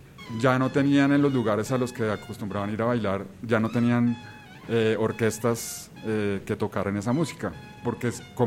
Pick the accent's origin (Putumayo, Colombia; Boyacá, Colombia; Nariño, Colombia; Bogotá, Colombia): Bogotá, Colombia; Yo soy bogotano, sí.